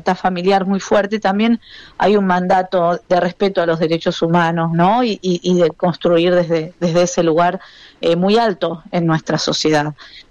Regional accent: Argentina

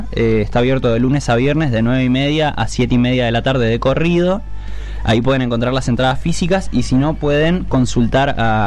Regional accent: Plottier, Neuquén, Argentina; como yo soy de Plotier

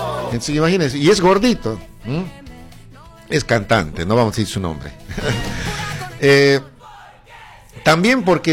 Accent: Bolivia; nosotros como bolivianos

